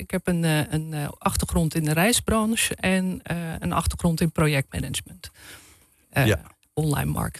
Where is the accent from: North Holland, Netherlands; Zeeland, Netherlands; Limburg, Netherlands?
North Holland, Netherlands; Ik ben opgegroeid in de Zaanstreek. En daar woon ik nog steeds met een man en twee meiden.